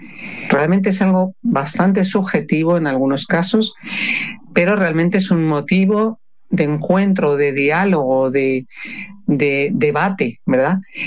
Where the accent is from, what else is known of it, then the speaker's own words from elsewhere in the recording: Pamplona, Navarre, Spain; Y si yo asocio mi infancia, que yo vivía en Pamplona cuando era niña, pues recuerdo esos momentos en los que yo con mi padre y mis hermanos íbamos al cine con mis primos, ¿no? Navarros